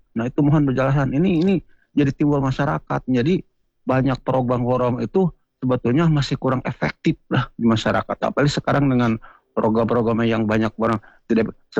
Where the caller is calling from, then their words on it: Bandung, West Java, Indonesia; Saya dari Bandung Timur, Bu.